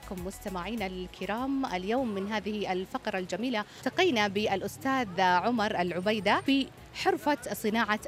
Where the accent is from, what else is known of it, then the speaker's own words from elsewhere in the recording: Saudi Arabia; موروث كبير موجود عندنا في المملكة العربية السعودية